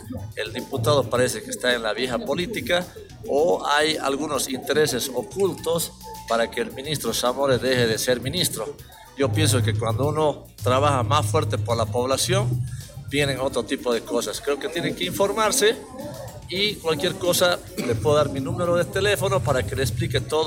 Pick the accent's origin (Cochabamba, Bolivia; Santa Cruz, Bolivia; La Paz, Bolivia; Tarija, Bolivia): Tarija, Bolivia; Yo soy ministro, yo soy de Tarija